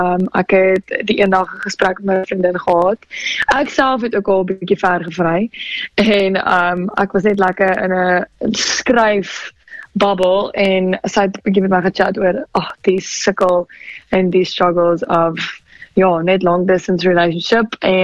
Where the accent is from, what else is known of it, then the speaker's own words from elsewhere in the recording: Pretoria, Gauteng, South Africa; moved away as an adult; now in Cape Town, South Africa; Ek is in die Kaap, vars in die Kaap eintlik, nie meer so vars, ek kom eindelijk van Pretoria af, maar ja, ons het onlangs Kaap toe getrek